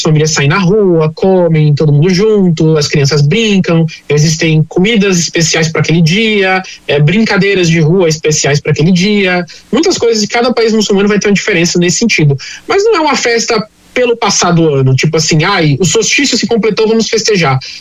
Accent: Northeast Region, Brazil; Eu sou um brasileiro que nasci no Nordeste, fui criado, né, boa parte da minha vida no Nordeste.

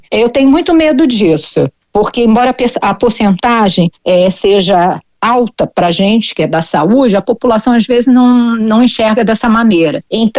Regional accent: Rio de Janeiro, Brazil; Eu, por exemplo, sou do Rio

